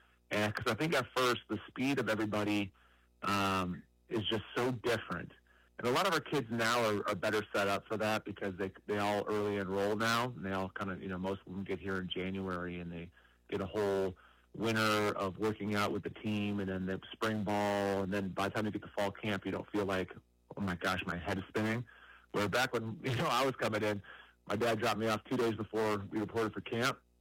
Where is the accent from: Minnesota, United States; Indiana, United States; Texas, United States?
Minnesota, United States; moved away as an adult; growing up in Minnesota, you didn't really have an option. You played hockey in the winter